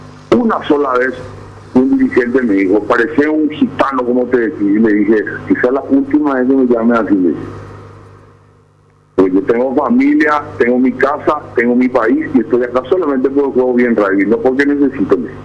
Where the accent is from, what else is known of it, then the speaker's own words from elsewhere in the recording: Paraguay; moved away as an adult; now in France; yo soy paraguayo, le digo, me quedo paraguayo